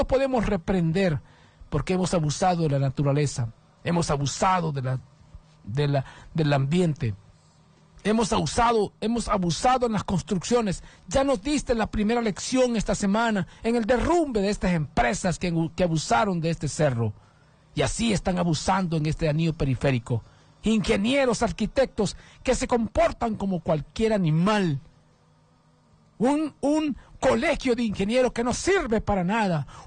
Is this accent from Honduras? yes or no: yes; Honduras